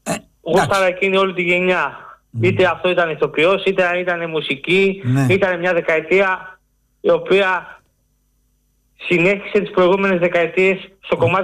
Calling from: Peristeri, Attica, Greece; από το Περιστέρι.

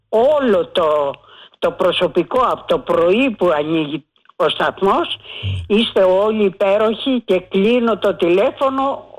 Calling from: Peristeri, Attica, Greece; είμαι από το Περιστέρι.

